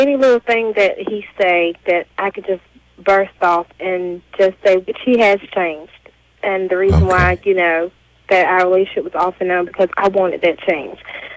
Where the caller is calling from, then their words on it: United States; I'm calling from Carolina.